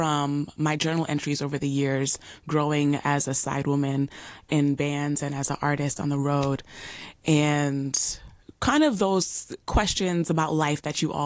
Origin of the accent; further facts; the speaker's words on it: Jamaica; I'm Jamaican, so I love cooking Jamaican food.